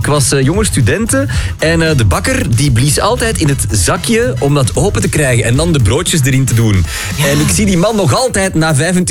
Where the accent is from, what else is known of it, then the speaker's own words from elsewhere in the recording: Flanders, Belgium; braaf en onderdanig, wij Vlamingen, de slachtoffers van de Foute Vrienden. Door onze geschiedenis, wij als Vlamingen zijn altijd onderdrukt geweest.